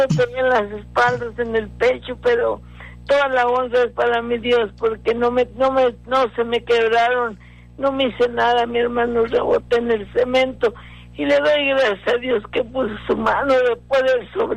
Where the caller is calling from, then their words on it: Michigan, United States; De Michigan.